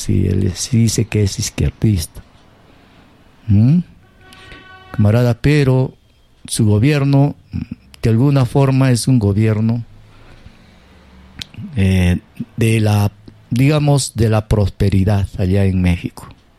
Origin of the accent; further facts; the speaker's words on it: Peru; de mi pueblo peruano, de nuestro pueblo?